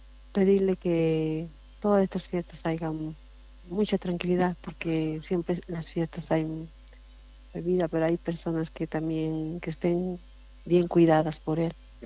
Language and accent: Spanish; Llallagua, Potosí, Bolivia; now in La Paz, Bolivia; Y he crecido aquí, yo soy hija minera.